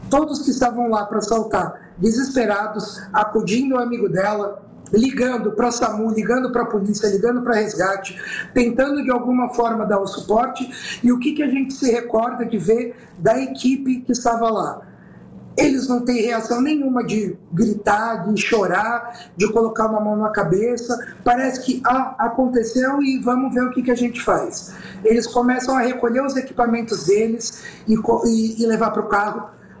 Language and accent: Portuguese; São Paulo, Brazil; Eu sou do litoral, aqui da Baixada.